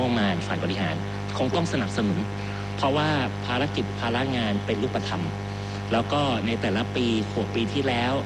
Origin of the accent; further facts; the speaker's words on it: Samut Prakan, Thailand; มีหลายปัญหามากมายในชุมชนเมืองบ้านเกิดผมจังหวัดสมุทรปราการนะครับ